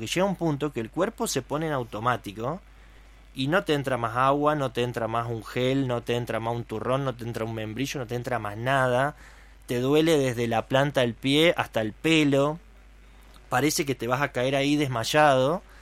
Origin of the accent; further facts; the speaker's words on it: Valle María, Entre Ríos, Argentina; en Valle María somos 4.500 personas. No somos tanto.